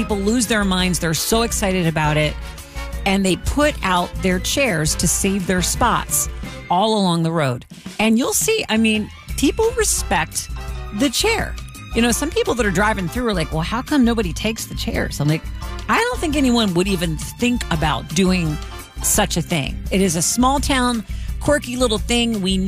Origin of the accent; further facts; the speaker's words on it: Catonsville, Maryland, United States; now in Ellicott City, United States; my hometown, Catonsville hometown. I'm a hometown girl. I grew up in Catonsville. I live in Ellicott City now, but Catonsville, Ellicott City, it's all the same. It's all along Frederick Road.